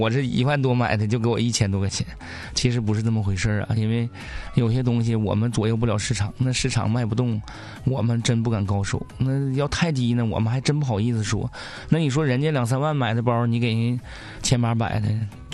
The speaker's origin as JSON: {"language": "Chinese", "region": "Northeast China", "country": "China", "said": "那你就会很用咱们东北话比较合适了"}